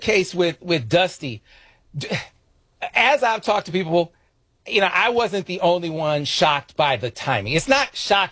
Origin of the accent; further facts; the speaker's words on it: Flint, Michigan, United States; The very first domino to fall was obviously Trey McKinney from my hometown of Flint.